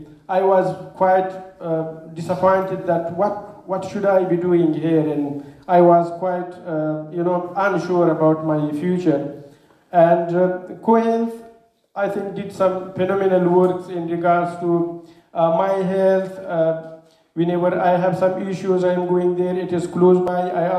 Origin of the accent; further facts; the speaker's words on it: Afghanistan; moved away as an adult; now in Australia; I am originally from Afghanistan. I came to Australia, I think at the end of 2022.